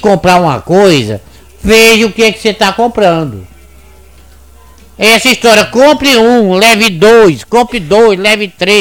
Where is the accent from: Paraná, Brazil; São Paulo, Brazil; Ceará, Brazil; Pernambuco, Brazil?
Ceará, Brazil; now in Teresina, Brazil; Sou uma pessoa simples, humilde, vim do interior do Ceará, almoço, janto, feijão, farinha, cuscuz, arroz, não como caviar